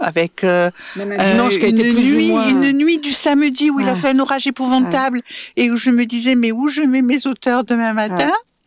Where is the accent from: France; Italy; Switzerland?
France; Montpellier, Occitanie; On est Montpelliérain, on est de la métropole